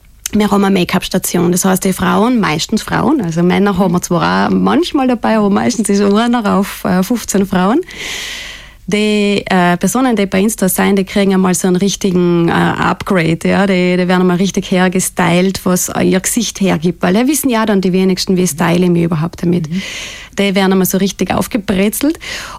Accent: Trentino-Alto Adige, Italy; now in Austria; Also es ist für mich mein absolutes Herzensanliegen, das in meine Heimat zu bringen. Es war allem schon mein Wunsch, etwas in Südtirol aufzubauen. Jetzt bin ich halt der Liebe wegen und beruflich in Österreich aktuell geblieben.

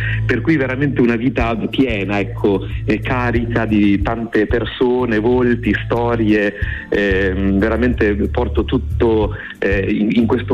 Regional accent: Parma, Emilia-Romagna, Italy; born there; io sono nato a Parma

